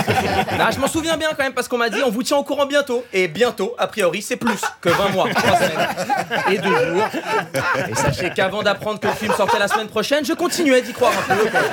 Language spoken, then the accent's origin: French; Switzerland; Mais je suis suisse. Non, ma mère est brésilienne, et du coup c'est un prénom, c'est plus du côté brésilien.